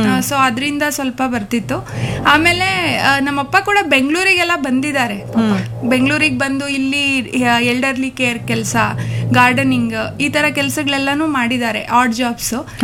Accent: Shivanagiri, Karnataka, India; ಅದು ನಮ್ಮೂರು ಒಂದು ಹಳ್ಳಿ, ಅಲ್ಲಿಂದ ಒಂದು 20 ಕಿಲೋಮೀಟರ್ ಆಗುತ್ತೆ. ಅಲ್ಲಿನೇ ಹುಟ್ಟಿ ಓದಿದ್ದು ಬೆಳೆದಿದ್ದು ಎಲ್ಲ ನಮ್ಮ ಶಿವನಗಿರಿನಲ್ಲಿನೇ.

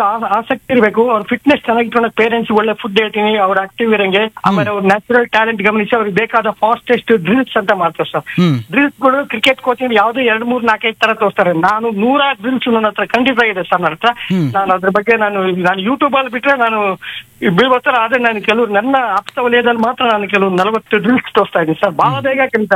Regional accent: Sirigere, Karnataka, India; moved away as an adult; now in Davanagere, India; ನನ್ನ ಹಳ್ಳಿಯಲ್ಲಿ ಇದೆ ಸರ್ ಮಠದ ಸಿರಿಗೆರೆ ಅಂತ. ಈಗ ಕೆಲವು ವರ್ಷಗಳಿಂದ ನಾನು ದಾವಣಗೆರೆ ಇತ್ತು

